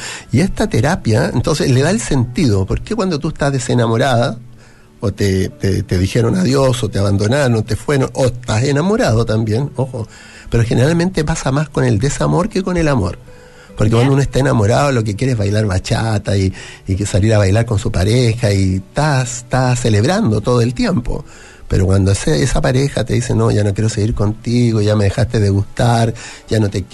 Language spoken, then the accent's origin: Spanish; Chile; soy farmacéutico de Chile